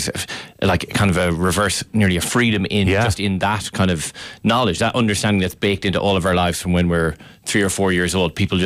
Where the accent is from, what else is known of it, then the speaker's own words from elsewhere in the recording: Milltown, Connacht, Ireland; accent: Connacht; So I'm from Northeast Galway. I'm from less than 40 miles from Boyle, Milltown, where I grew up.